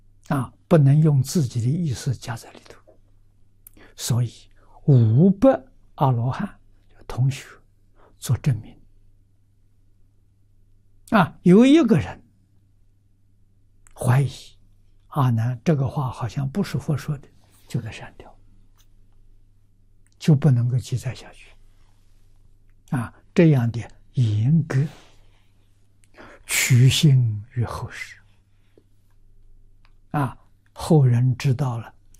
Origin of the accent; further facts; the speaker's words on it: China; 我们中国人